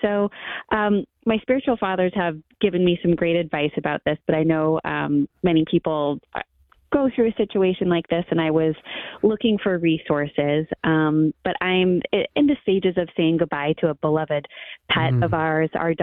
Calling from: Binghamton, New York, United States; Yeah, like the southern tier of New York, so the Binghamton area.

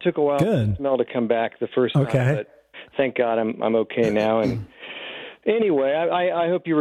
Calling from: Cincinnati, Ohio, United States; Oh, Cincinnati.

